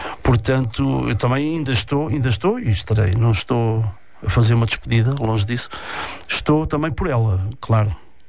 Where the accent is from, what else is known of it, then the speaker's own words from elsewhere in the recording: Cadoiço, Portugal; na minha aldeia, em Cadoiço